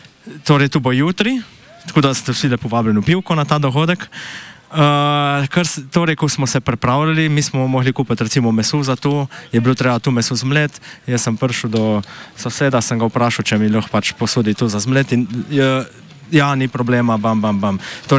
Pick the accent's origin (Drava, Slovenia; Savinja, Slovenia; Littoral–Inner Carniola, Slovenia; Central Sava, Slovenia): Littoral–Inner Carniola, Slovenia; jaz prihajam z Vasikav, tam živi nas 300 ljudi